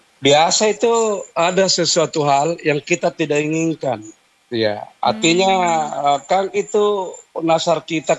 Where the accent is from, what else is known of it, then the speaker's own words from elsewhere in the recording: Takalar, South Sulawesi, Indonesia; Ya tiga kali sekarang orang panen daerah gua Takalar di Makassar atau Maros juga tiga kali karena ada irigasi.